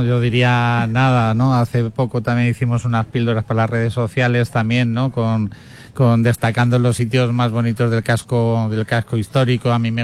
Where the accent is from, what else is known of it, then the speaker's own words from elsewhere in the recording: Galicia, Spain; born there; now in Almería, Spain; Yo, que soy gallego de nacimiento y ahora me han acogido aquí.